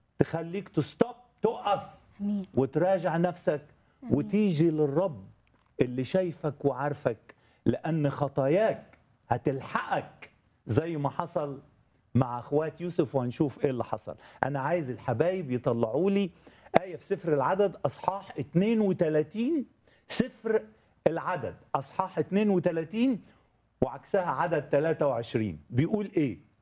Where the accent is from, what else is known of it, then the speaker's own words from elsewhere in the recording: Upper Egypt, Egypt; زي ما بنقول عندنا في الصعيد